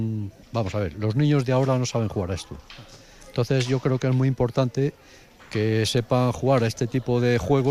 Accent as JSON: {"language": "Spanish", "town": "Alcalá de Henares", "region": "Community of Madrid", "country": "Spain", "tie": "born or raised there", "said": "Nací en Alcalá de Henares, en la Cruz Verde."}